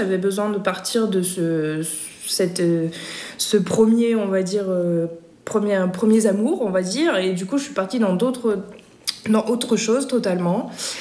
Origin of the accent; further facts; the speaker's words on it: Hauts-de-France, France; moved away as an adult; now in Côte d'Azur, France; Je suis ch'ti, je viens du Nord. Je suis une, entre guillemets, aluinoise, donc je viens au-dessus de Lille, presque à la frontière belge.